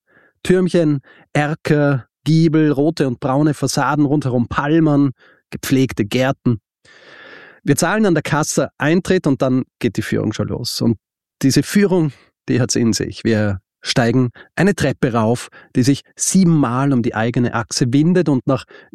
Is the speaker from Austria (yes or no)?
yes; Austria; Genau, kein Radio, und ich bin Österreicher